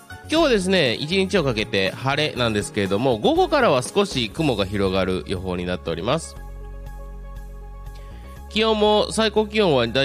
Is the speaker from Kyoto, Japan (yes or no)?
yes; Kyoto, Japan; 僕も昔はですね、生まれも育ちもずっと京都市だったんですけども、父の実家がですね、舞鶴の方にありまして、